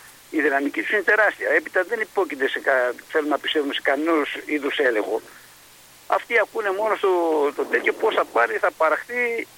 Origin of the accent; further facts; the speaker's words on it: Greece; εμείς σαν Έλληνες